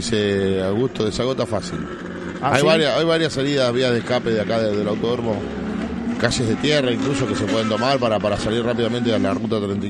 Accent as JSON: {"language": "Spanish", "town": "Venado Tuerto", "region": "Santa Fe", "country": "Argentina", "said": "yo soy de Venado Tuerto."}